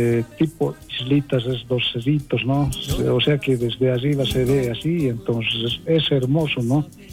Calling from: Poopó Province, Oruro, Bolivia

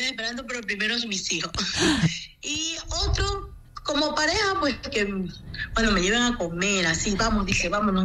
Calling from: Guayaquil, Guayas, Ecuador; te llamo de acá, de Guayaquil, del suburbio.

